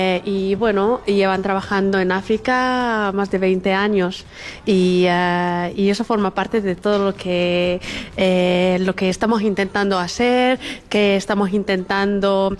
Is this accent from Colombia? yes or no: no; Morocco; Soy de Marruecos